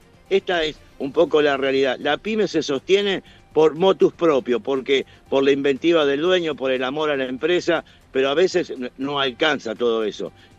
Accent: Argentina; yo soy argentino nato, entonces siempre tengo esperanza, ¿no es cierto?

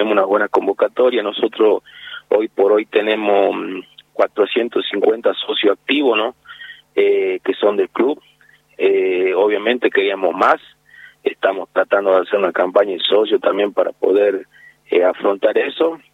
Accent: El Bordo, Salta, Argentina; Nosotros somos de acá del Bordo, el Club del Bordo, de sí.

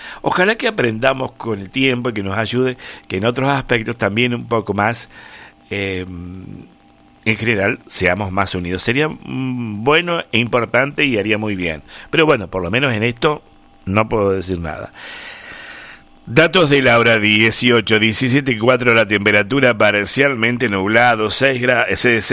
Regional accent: Argentina; somos argentinos

